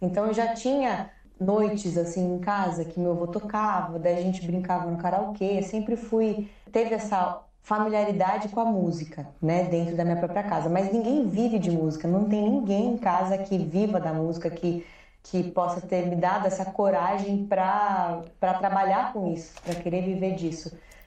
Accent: Sorocaba, São Paulo, Brazil; Eu sou de Sorocaba, natural de Sorocaba.

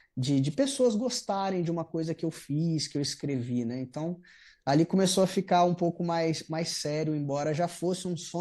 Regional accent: Muzambinho, Minas Gerais, Brazil; moved away as an adult; also born or lived in Rio de Janeiro; assim que eu fui morar no Rio de Janeiro, né? Porque eu saí da minha cidadezinha de Muzambinho com 18 anos e fui morar no Rio

